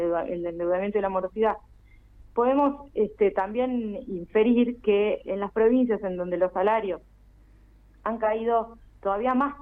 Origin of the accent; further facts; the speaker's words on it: Mar del Plata, Buenos Aires Province, Argentina; yo soy de Mar del Plata